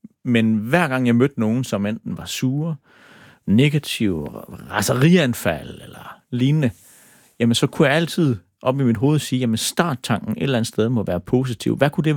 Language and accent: Danish; Sønderborg, Region of Southern Denmark, Denmark; Altså, jeg er vokset op i Sønderborg. Helt normal middelklasse